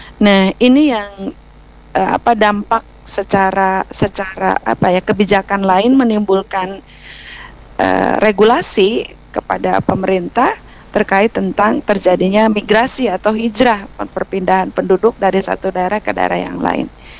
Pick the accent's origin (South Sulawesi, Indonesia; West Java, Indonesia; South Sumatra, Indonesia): West Java, Indonesia; Ciamis; Ya, kemudian saya dari Ciamis itu adalah masyarakat balong. Jadi nunggadu lauk gitunya.